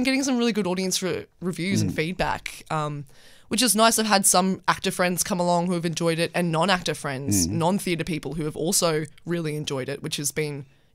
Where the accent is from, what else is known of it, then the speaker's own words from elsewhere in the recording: Queensland, Australia; moved away as an adult; also born or lived in Perth; I'm from Queensland, so it was my first time in Perth